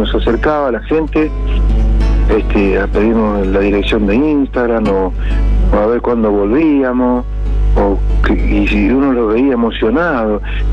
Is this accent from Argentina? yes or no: yes; Azul, Buenos Aires Province, Argentina; moved away as an adult; also born or lived in La Plata; Yo soy de un pueblo, soy del Azul, en el medio de la provincia de Buenos Aires, y me fui a estudiar para La Plata, y bueno, ahí me acaricié ya. Pero vengo de zona de campo, también estoy criado en el campo, y cuando vine acá para Casilda